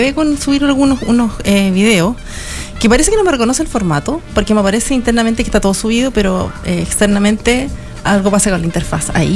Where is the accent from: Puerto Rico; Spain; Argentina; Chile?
Chile; Los Ángeles, Biobío; moved away; Yo soy de Los Ángeles, octava región.